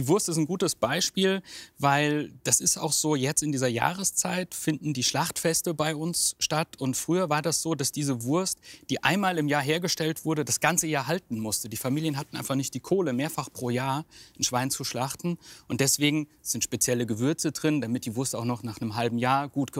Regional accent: Germany; Also für uns Rhöner ist es immer ein großes Ding mit dem Zusammenhalt.

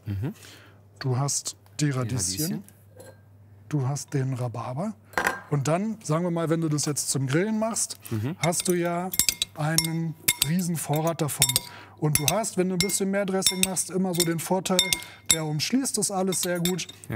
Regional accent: Lower Saxony, Germany; Ich komme ja aus der Lüneburger Heide. Das ist auch so ein Spargelanbaugebiet. Ja. Und da sind auch viele Bienenstöcke, viel Honig, sehr regional.

